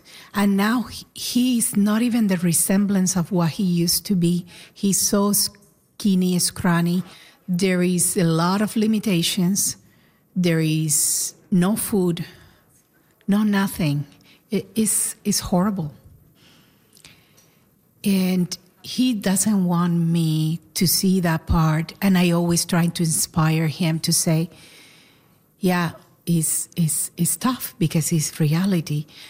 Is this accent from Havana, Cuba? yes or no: yes; Guanabacoa, Havana, Cuba; English is a second language; moved away as an adult; I was born in Guanabacoa, Havana, Cuba. I left like about 20, 21 years old. So I have friends that I left, very close friends. We grew up together, we went to college together.